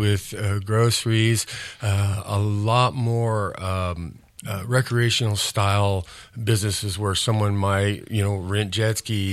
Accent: Shasta Lake, California, United States; was born and raised in Central Valley, Shasta Lake, 1960.

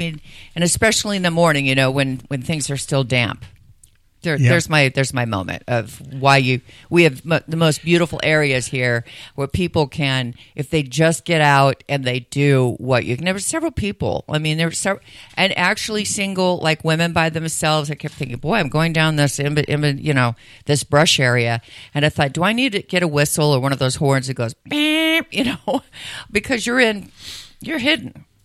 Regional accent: Sacramento, California, United States; because I grew up in Sacramento on the American River.

